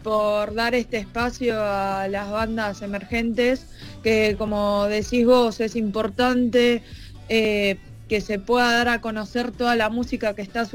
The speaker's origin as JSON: {"language": "Spanish", "region": "Buenos Aires", "country": "Argentina", "said": "Sí, yo soy de Caballito, de Capital. Tengo 20 años"}